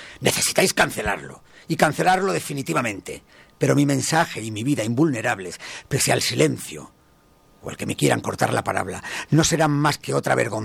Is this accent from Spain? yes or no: yes; Spain; Yo es que soy muy español, ¿sabes? Soy muy patriótico.